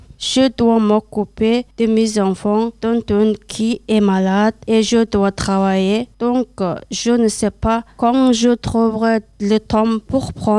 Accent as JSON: {"language": "French", "country": "Mongolia", "tie": "born or raised there", "first_language": "Mongolian", "second_language": "French", "moved": "as an adult", "lives_now": "France", "said": "je viens de Mongolie."}